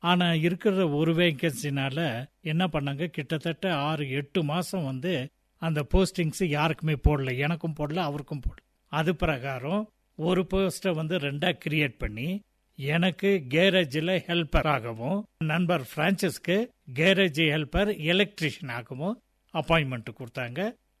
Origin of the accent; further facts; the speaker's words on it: Ooty, Tamil Nadu, India; born there; ரொம்ப அழகான ஒரு கிராமம் அது. அங்கே தான் நான் பிறந்தேன் அப்படின்ட்டு எங்கள் அம்மா அப்பா சொல்லுவாங்க. அங்கே பிறந்து அப்போல்லாம் ரொம்ப கஷ்டமான காலம்ன்றதுனால எங்கள் அப்பா வந்து இங்கே கூட்டிகிட்டு வந்துட்டார். எங்கள் அம்மாவை ஊட்டிக்கு கூட்டிகிட்டு வந்துட்டாங்க.